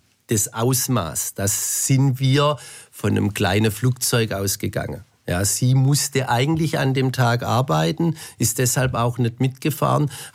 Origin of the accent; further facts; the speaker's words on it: Heilbronn, Baden-Württemberg, Germany; Wir sind ja als Kinder in Heilbronn und hier im ganzen süddeutschen Raum mit den Amerikanern aufgewachsen.